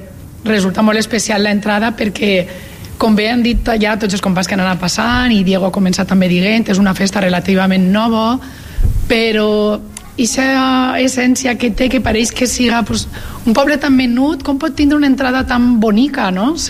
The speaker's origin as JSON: {"language": "Catalan", "town": "Bèlgida", "region": "Valencian Community", "country": "Spain"}